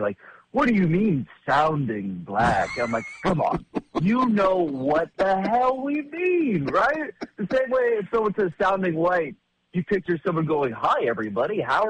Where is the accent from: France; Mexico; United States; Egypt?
United States; Philadelphia, Pennsylvania; I was conflicted because I'm from West Philly and I'm also a comedian.